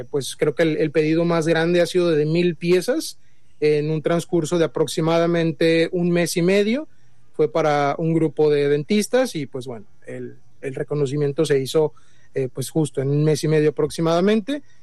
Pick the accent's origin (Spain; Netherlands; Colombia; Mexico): Mexico; como mexicanos nuestra obligación es preservar nuestra cultura y nuestras tradiciones